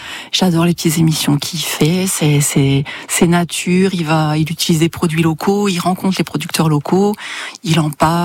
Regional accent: Saint-Avold, Grand Est, France; moved away; also born or lived in Nancy; je suis de Saint-Avold.

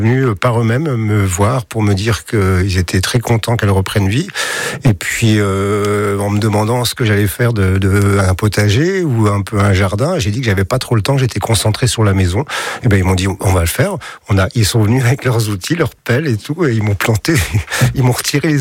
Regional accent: Nancy, Grand Est, France; parce que moi, je viens de l'Est. Je suis nancéen d'origine.

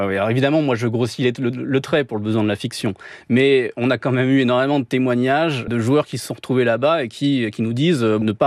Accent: France; je suis français

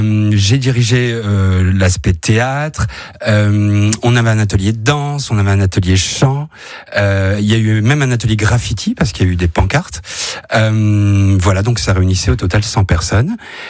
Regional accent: Hauts-de-France, France; now in Vaison-la-Romaine, France; Je suis un ch'ti, je suis comédien

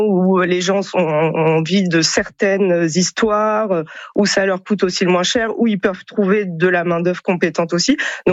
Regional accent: Marseille, Provence-Alpes-Côte d'Azur, France; en tant que Marseillaise et Marseillais

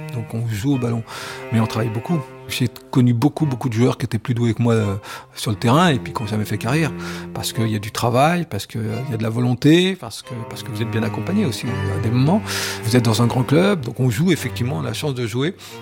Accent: Auvergne-Rhône-Alpes, France; Alors ça s'appelait le FJEP en Billy, c'est mon petit village où je suis né en Haute-Savoie.

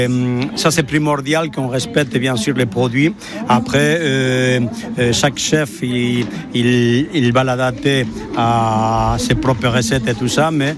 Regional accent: Spain; French is a second language; Oui, je suis d'origine d'Espagne.

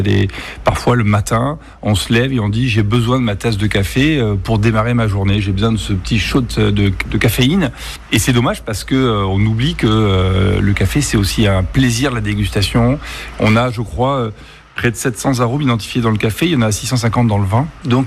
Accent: Bordeaux, Nouvelle-Aquitaine, France; moved away as an adult; also born or lived in Paris; Je suis bordelais, j'ai eu envie de revenir

